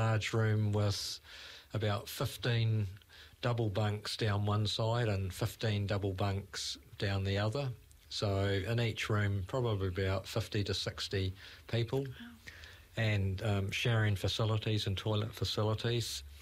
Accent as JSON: {"language": "English", "country": "New Zealand", "said": "I'm a Kiwi"}